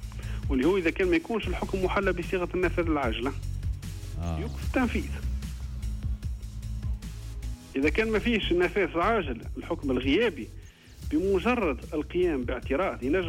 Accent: Tunisia

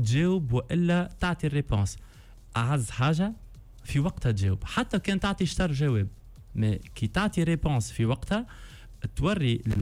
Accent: Tunisia; وإحنا مي تونسي راهو سيئ

